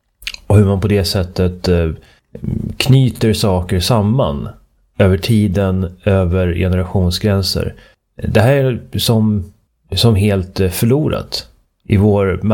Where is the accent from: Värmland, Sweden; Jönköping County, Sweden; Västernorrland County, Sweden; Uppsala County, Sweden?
Uppsala County, Sweden; Uppsala; De var också en granne till mig när jag växte upp i Uppsala.